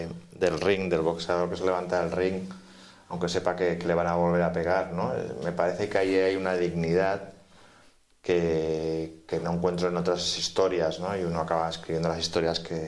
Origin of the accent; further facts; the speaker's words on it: Barcelona, Catalonia, Spain; yo soy de Barcelona, mis padres son de Barcelona